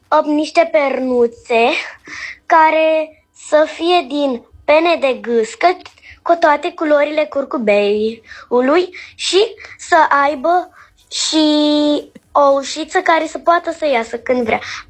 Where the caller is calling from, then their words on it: Tulcea, Tulcea County, Romania; din Tulcea